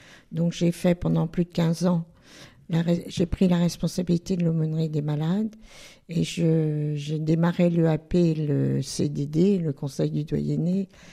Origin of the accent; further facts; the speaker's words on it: Paris, Île-de-France, France; moved away as an adult; moi je suis un oiseau de ville puisque je suis parisienne au départ. J'ai pris ma retraite dans cette région.